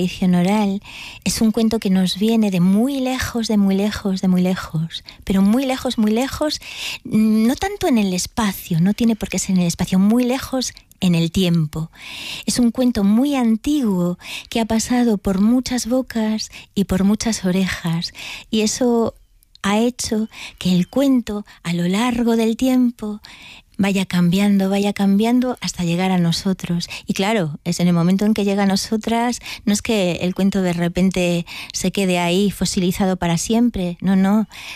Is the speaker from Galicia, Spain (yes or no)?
yes; Galicia, Spain; Bueno, yo conozco, sí, soy gallega y conozco un poquillo la tradición oral